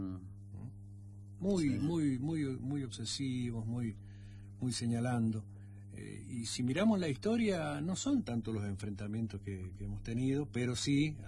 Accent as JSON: {"language": "Spanish", "country": "Argentina"}